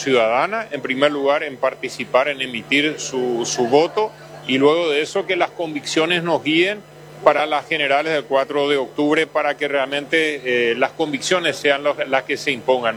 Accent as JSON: {"language": "Spanish", "town": "Lambaré", "region": "Central", "country": "Paraguay", "said": "Yo soy ciudadano de Lambaré"}